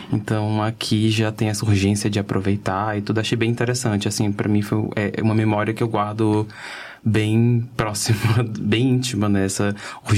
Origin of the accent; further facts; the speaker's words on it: Fortaleza, Ceará, Brazil; now in Germany; E em Fortaleza a gente tá sempre no verão.